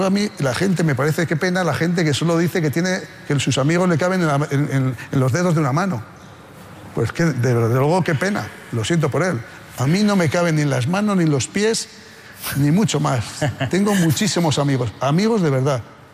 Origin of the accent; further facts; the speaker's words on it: Haro, La Rioja, Spain; moved away; also born or lived in Bilbao; en un pueblo maravilloso, que les invito a visitar, mi pueblo es Aro, en La Rioja, fantástico, se come y se bebe muy bien y hay muy buena gente.